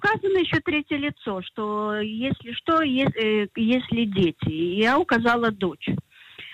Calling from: Haifa, Haifa District, Israel; из Хайфы.

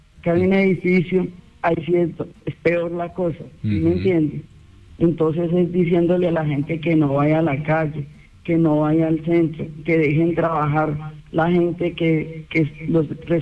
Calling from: Pereira, Risaralda, Colombia; vivo en Alfonso López.

